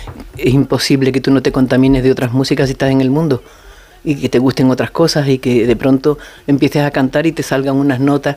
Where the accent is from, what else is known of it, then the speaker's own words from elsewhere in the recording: Huelva, Andalusia, Spain; Yo soy de Huelva y me encanta el fandango.